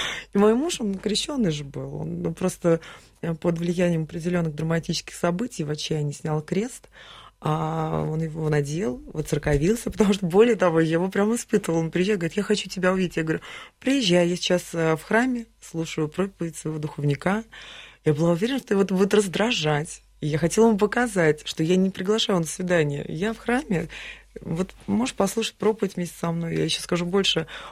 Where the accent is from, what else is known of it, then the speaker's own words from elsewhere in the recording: Moscow, Russia; Я мечтала из центра Москвы, где я родилась, мы в 7 поколениях москвичи, коренные, я мечтала уехать на землю.